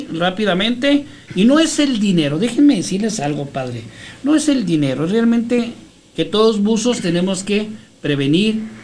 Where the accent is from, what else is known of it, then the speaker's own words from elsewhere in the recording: Mexico; imagínense qué orgulloso sería yo como mexicano que se viniera a Juárez